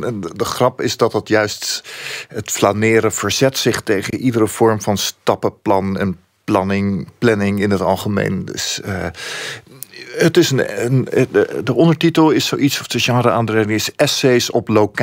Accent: Leiden, South Holland, Netherlands; Ik groeide op in Leiden.

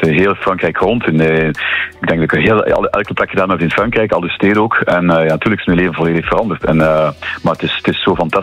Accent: Flanders, Belgium; moved away; ik ben toch Vlaming

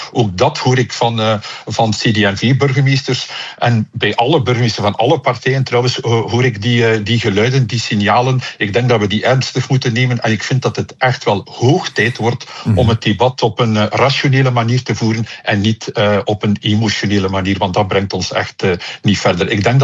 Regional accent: Flanders, Belgium; Ik voel mij ook Velzekenaar, maar ik voel me ook Zottegemnaar. Ik voel me Vlaming, ik voel me Belg.

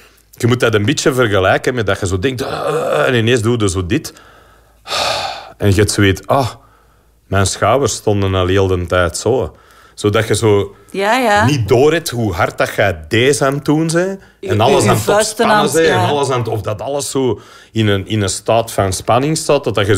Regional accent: Berchem, Antwerp, Belgium; maar ik ben eigenlijk van Berchem origineel. Ja. Ik ben van de Fruit of Laan, wat helemaal niet hier ver vandaan is. Ja. Dus eigenlijk ging ik nu terug winkelen in de Delijs waar ik opgegroeid ben.

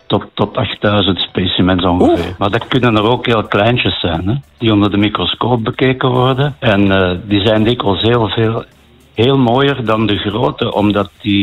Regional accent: DR Congo; now in Belgium; Ik ben opgegroeid in Congo.

